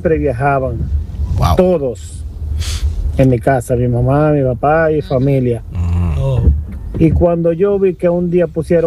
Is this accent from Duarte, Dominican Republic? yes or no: yes; San Francisco de Macorís, Duarte, Dominican Republic; now in United States; En mi pueblo, San Francisco de Macorís, cuando yo era pequeño, yo tengo 50 años ya.